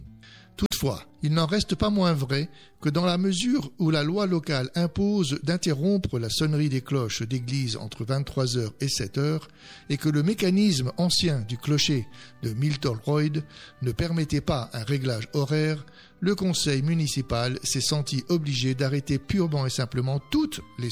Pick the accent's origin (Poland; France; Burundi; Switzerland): France; chez nous en France.